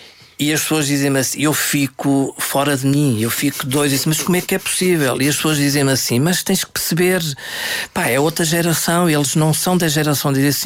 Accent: Anadia, Centro, Portugal; born there; Eu nasci na Anadia

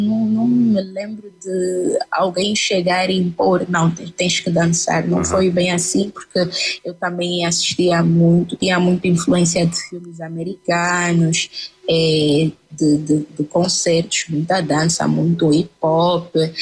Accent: Luanda, Angola; Sim, nasci em Luanda, nas Ingombotas, Baixa de Luanda, num edifício chamado Jota Pimenta.

